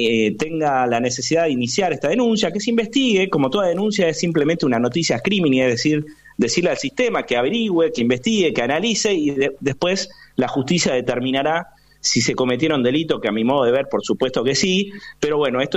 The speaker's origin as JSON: {"language": "Spanish", "country": "Argentina", "said": "como ciudadano argentino, como abogado"}